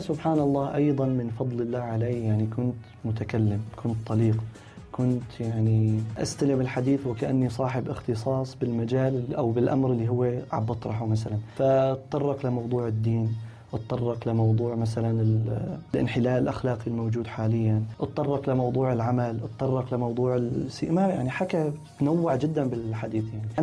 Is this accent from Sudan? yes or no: no; Syria; moved away; نحن كمجتمع سوري، كمجتمع عربي بشكل عام، كمجتمع سوري بشكل خاص، عندنا ترابط اجتماعي وثيق